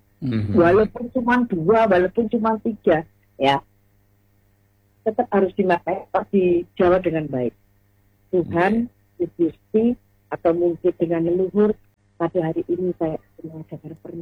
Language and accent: Indonesian; Java, Indonesia